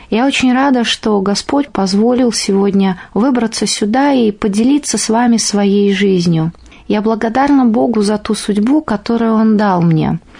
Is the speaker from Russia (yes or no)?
no; Bishkek, Kyrgyzstan; born there; Я родилась во Фрунзе в семье офицера, кадрового офицера и учительницы.